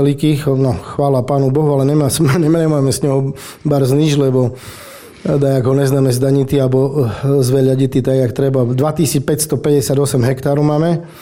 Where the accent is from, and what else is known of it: Pača, Košice Region, Slovakia